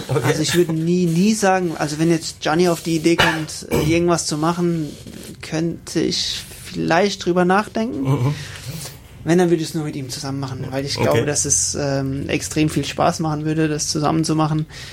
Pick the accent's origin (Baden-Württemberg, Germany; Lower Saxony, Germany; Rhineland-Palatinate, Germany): Rhineland-Palatinate, Germany